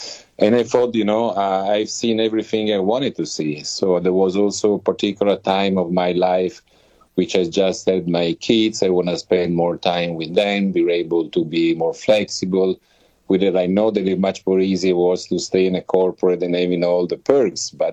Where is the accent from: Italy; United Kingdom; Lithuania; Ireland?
Italy; born there; English is a second language; also born or lived in India; So basically, as you can guess from my name and my accent, I was born in Italy, where I studied business administration.